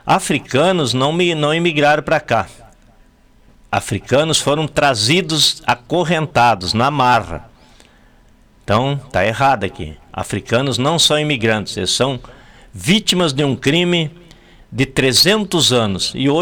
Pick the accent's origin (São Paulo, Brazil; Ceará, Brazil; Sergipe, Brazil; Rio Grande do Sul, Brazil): Rio Grande do Sul, Brazil; Não saí do Rio Grande